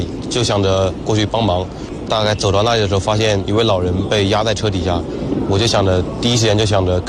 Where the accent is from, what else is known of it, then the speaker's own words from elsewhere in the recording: Yunnan, China; 我正骑车回我的老家梧滩